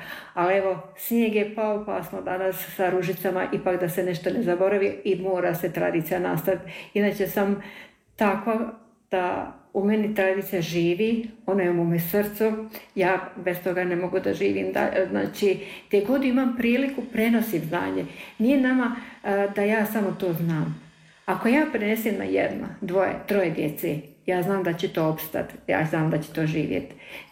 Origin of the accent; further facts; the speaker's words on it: Lašva Valley, Federation of Bosnia and Herzegovina, Bosnia & Herzegovina; now in Varaždin, Croatia; imam dom u Varaždinu, ali uvijek vuče. Vuče domu, vuče rodnom kraju, kako da vam kažu. Alašanska dolina je moj rodni kraj.